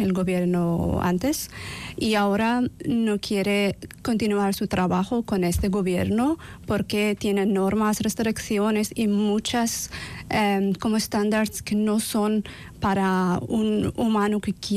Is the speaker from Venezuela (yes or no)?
no; Kazakhstan; Spanish is a second language; moved away as an adult; now in Spain; En mi caso, yo llegué aquí en 2025 desde Kazajistán, y yo llegué aquí para estudiar una formación de lengua española.